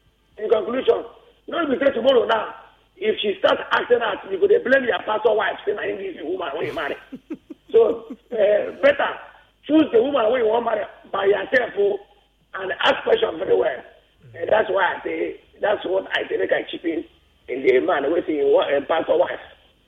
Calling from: Nigeria

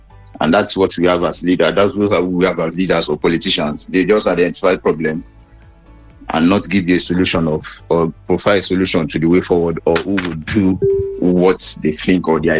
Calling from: Scotland, United Kingdom; calling from Scotland.

